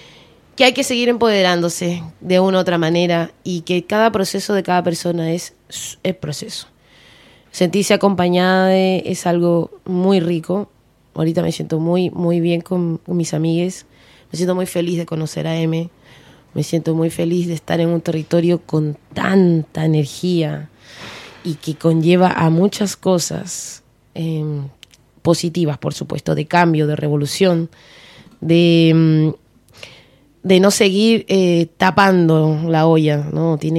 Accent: Peru; moved away as an adult; now in Chile; tengo 39 años y de mi vida yo me vine a los 19. Tengo un año más aquí viviendo en Chile. O sea, yo soy mitad chilena, mitad peruana. Tengo una esencia y unos valores bien peruanos

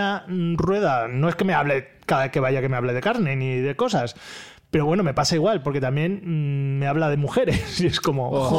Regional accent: La Rioja, Spain; Porque claro, ve que no soy de aquí, que soy riojano porque no tengo el acento del albaicín.

